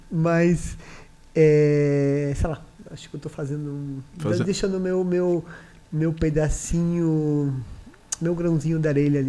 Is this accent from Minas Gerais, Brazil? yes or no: yes; Dionísio, Minas Gerais, Brazil; moved away; Sou de Dionísio, né?